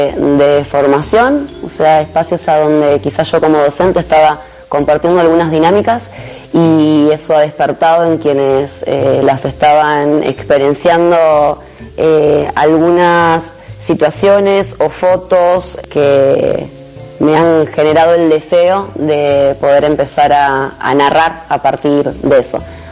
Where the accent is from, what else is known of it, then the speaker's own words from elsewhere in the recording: Santa Fe, Argentina; soy santafesina.